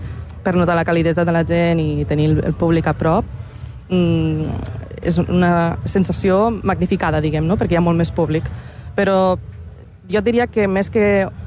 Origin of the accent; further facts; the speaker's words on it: L'Ametlla de Mar, Catalonia, Spain; now in Barcelona, Spain; Jo sóc de l'Ametlla de Mar.